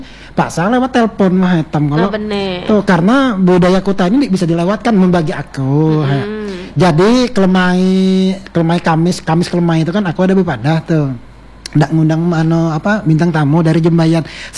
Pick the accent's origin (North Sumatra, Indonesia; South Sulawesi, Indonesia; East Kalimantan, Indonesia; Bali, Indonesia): East Kalimantan, Indonesia; saya asli putra Kedawit dari Kutai Timur